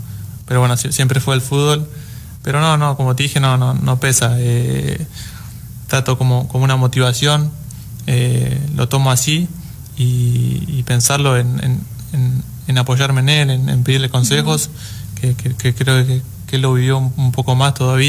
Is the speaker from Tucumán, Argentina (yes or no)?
no; Bahía Blanca, Buenos Aires Province, Argentina; also born or lived in Oaxaca, Mexico; Bueno, yo soy un chico de Bahía Blanca, nací aquí en Oaxaca, toda mi vida la hice allá en Argentina.